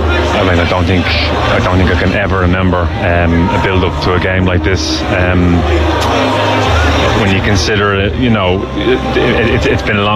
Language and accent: English; Ireland; as an Irish person